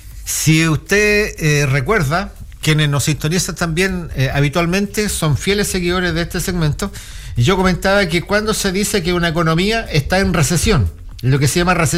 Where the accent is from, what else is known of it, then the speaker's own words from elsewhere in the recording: Chillán, Ñuble, Chile; born there; moved away; todavía tengo algunos restos de mi familia en Chillán, de donde yo nací